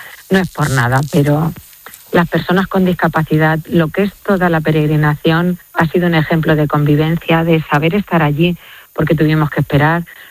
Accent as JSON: {"language": "Spanish", "region": "Castilla-La Mancha", "country": "Spain", "said": "Porque somos muy manchegos también"}